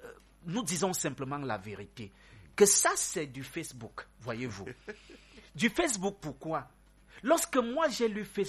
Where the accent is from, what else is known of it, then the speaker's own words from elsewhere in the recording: Cameroon; Nous faisons partie de ceux des Camerounais, en tant que journalistes